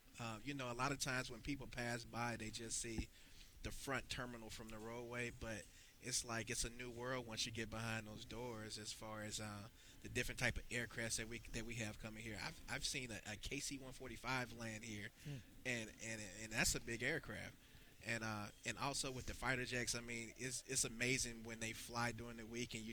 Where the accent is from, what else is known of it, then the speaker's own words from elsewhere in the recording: Montgomery, Alabama, United States; No, I'm actually from Montgomery.